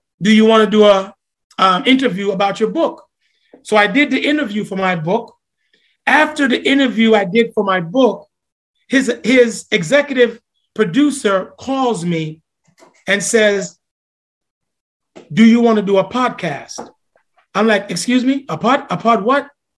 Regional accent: Portmore, Saint Catherine Parish, Jamaica; also born or lived in Kingston, Jamaica / Trinidad; So now I'm sitting here as an accountant, a little guy from Kingston, Jamaica, born and raised in Portmore, St. Catherine. Lived in Trinidad for 2 years.

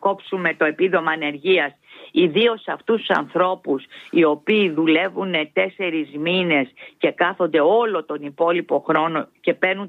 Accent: Piraeus, Attica, Greece; Είμαι ένας απλός, είμαι Πειραιώτισσα και τα λέω τα πράγματα με το όνομά τους.

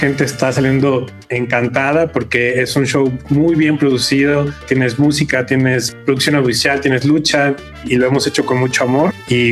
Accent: Mexico; nos representan muy bien ante todo el mundo y que nos orgullece como mexicanos

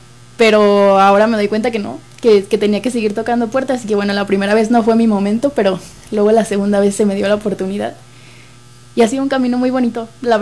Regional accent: Monterrey, Nuevo León, Mexico; now in Mexico City, Mexico; vengo de Monterrey

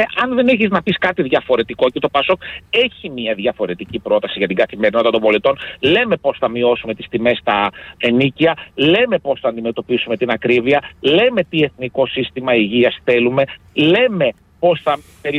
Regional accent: Kilkis, Central Macedonia, Greece; Κιλκής και έχω δουλέψει πολλά χρόνια ως γιατρός εκεί

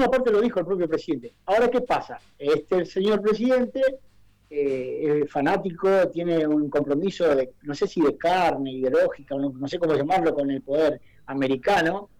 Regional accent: Tierra del Fuego, Argentina; las consecuencias las estamos sufriendo los fueguinos

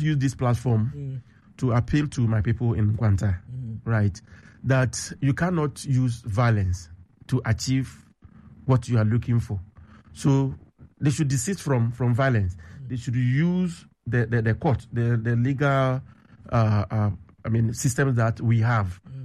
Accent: Ghana; Right, if you are going to my hometown, from Nkwanta, you get to Odomi. Mine is the last one before you cross Ghana to go border.

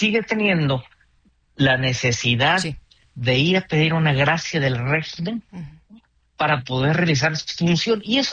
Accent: Mexico; como los mexicanos y las mexicanas la conocemos hoy en día

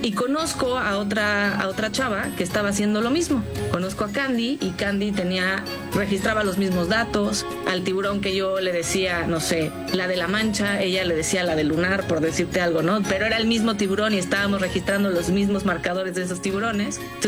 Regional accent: Cancún, Quintana Roo, Mexico; moved away as an adult; now in Playa del Carmen, Mexico; Yo soy de Cancún, pero por el tema de los tiburones toro, decidí moverme ya a tiempo completo a playa, hace ya poco más de 10 años

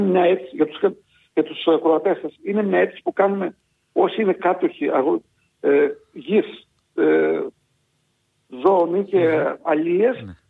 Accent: Thessaly, Greece; Χαρακτηριστικό παράδειγμα σας αναφέρω ότι στο χωριό μου, το οποίο είναι η μητέρα Καρδίτσα, έχει γυμνάσιο.

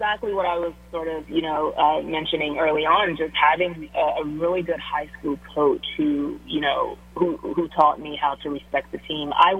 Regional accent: Shreveport, Louisiana, United States; I came from Shreveport. I wasn't highly recruited.

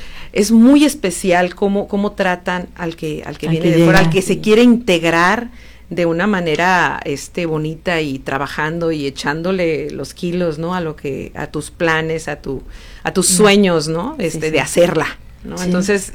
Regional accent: Tijuana, Baja California, Mexico; also born or lived in Sonora; yo me siento tijuanense, soy una sonorense, no, una tijuanense nacida en Sonora

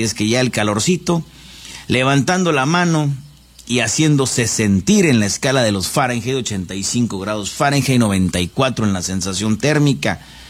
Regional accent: Mexico; a como somos los mexicanos

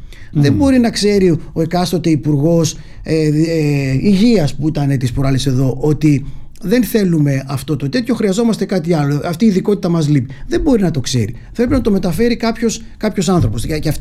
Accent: Kastoria, Western Macedonia, Greece; αγαπώ τον τόπο μου και δεν είναι ότι έρχομαι, αναφέρω, επέστρεψα στην αγαπημένη μου Καστοριά, λες και δεν έρχομαι ποτέ στην αγαπημένη μου Καστοριά

